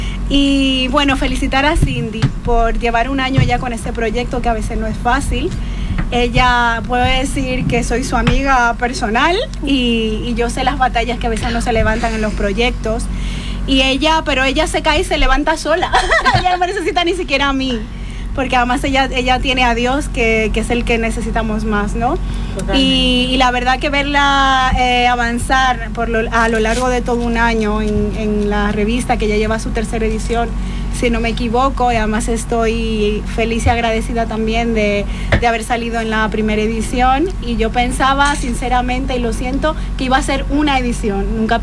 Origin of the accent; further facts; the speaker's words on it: Spain; yo, a pesar de ser dominicana, yo no conocía casi ningún dominicano, porque bueno, yo crecí en España, todos mis amigos son españoles